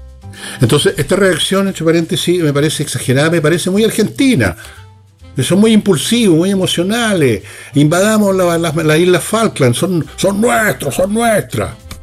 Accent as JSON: {"language": "Spanish", "country": "Chile", "said": "Durante años, los argentinos nos han mirado a huevo a los chilenos"}